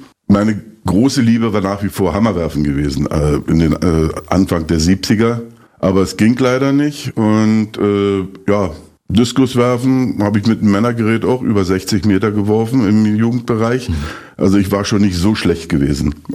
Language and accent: German; Eisenhüttenstadt, Brandenburg, Germany; born or raised there